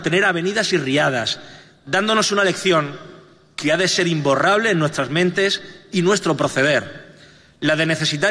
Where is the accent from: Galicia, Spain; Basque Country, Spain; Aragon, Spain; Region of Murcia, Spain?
Region of Murcia, Spain